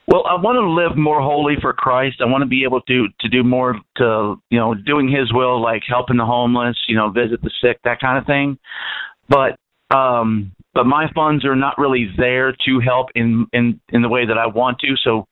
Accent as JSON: {"language": "English", "region": "Tennessee", "country": "United States", "tie": "born there", "moved": "yes", "lives_now": "Florida, United States", "said": "back in the country, back in the hills of Tennessee."}